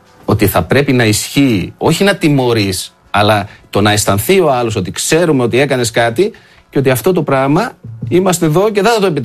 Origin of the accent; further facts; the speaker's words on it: Greece; είμαι ο Έλληνας που προέρχεται από τον ΠΑΟΚ